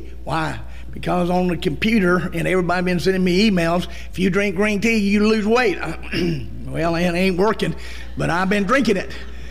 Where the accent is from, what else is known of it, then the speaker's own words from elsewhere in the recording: United States; That's part of being American, I think.